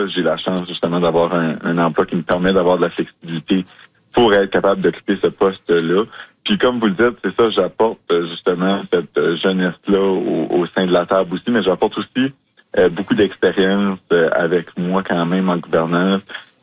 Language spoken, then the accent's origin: French; Canada; born there; Moi, j'arrive justement de nouveau dans ma région natale après être passé aux études pendant plusieurs années.